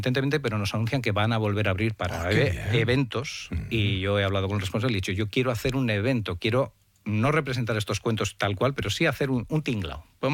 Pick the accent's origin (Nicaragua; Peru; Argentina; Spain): Spain; Errenteria, Basque Country; yo me crié en Rentería.